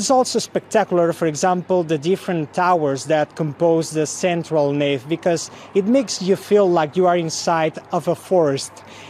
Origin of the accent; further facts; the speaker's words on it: Barcelona, Catalonia, Spain; English is a second language; I've been many, many times inside because I'm from here. I'm local from Barcelona.